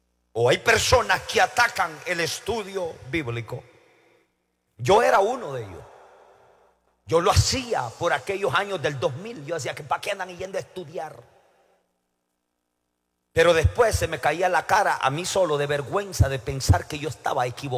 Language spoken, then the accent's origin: Spanish; El Salvador; moved away